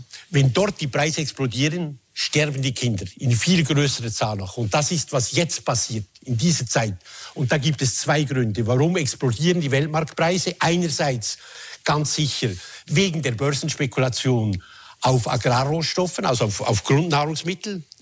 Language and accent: German; Switzerland; Ich bin in der Schweiz aufgewachsen.